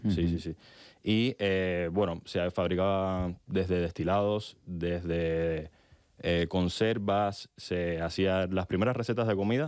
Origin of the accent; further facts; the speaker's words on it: Cuba; accent: Cuban; moved away; Sí, soy cubano.